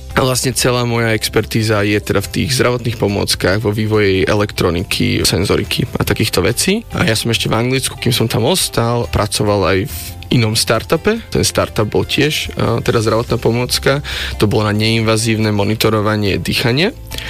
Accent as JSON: {"language": "Slovak", "town": "Bratislava", "region": "Bratislava Region", "country": "Slovakia", "tie": "born or raised there", "said": "ja som teda sa narodil na Kramároch, nie až tak ďaleko odtiaľ, to som rodený Bratislavčan. A tu som vlastne vyrastal na základnej škole v Ružinove"}